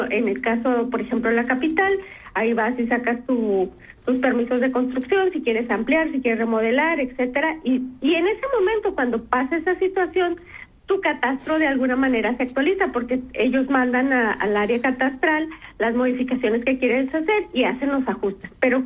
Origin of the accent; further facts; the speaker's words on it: Chihuahua, Mexico; En Chihuahua capital. Yo soy de Chihuahua.